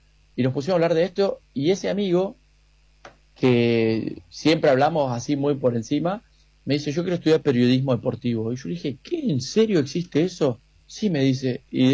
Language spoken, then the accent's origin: Spanish; Formosa, Argentina; born or raised there